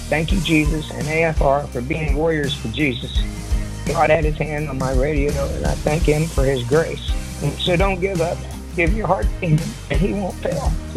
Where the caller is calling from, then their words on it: Kansas, United States; I'm from Kansas.